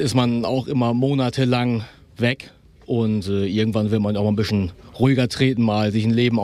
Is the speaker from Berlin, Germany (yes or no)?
no; Lower Saxony, Germany; moved away as an adult; now in Hamburg, Germany; Ich komme ursprünglich aus Ostfriesland, von der Insel. Und dann bin ich nach Hamburg gezogen